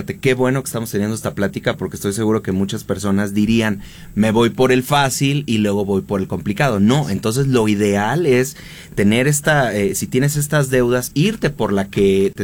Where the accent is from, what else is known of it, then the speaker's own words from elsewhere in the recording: Mexico; No, pues soy mexicano, pues oye, sí, ¿no?